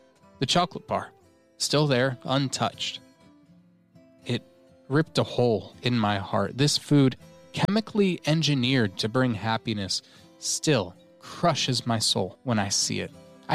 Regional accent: Colorado, United States; now in Australia

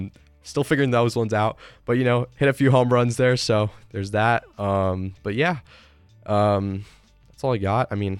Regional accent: Colorado, United States; I'm from Colorado

